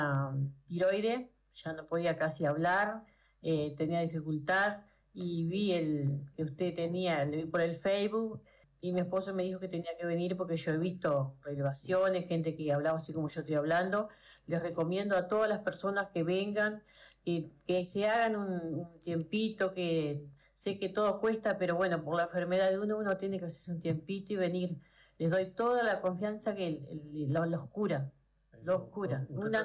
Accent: Villa Constitución, Salto, Uruguay; Soy de Constitución, Villa Constitución, Departamento de Salto.

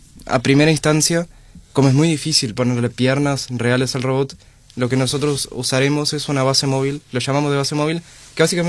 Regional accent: Uruguay; Yo soy del Cerro Marco.

